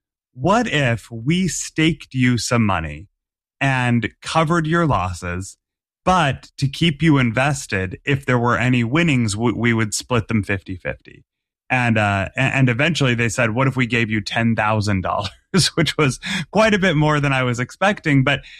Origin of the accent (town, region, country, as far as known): Massachusetts, United States; born or raised there